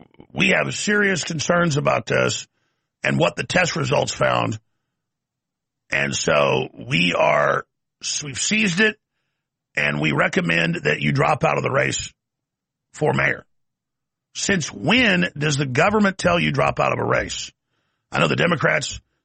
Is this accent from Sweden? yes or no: yes; Sweden; yeah, well, I'm not from Norway, but I'm from Sweden.